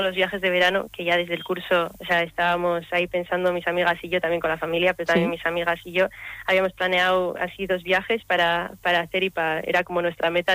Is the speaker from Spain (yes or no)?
yes; Bilbao, Basque Country, Spain; soy de Boticasar, de Bilbao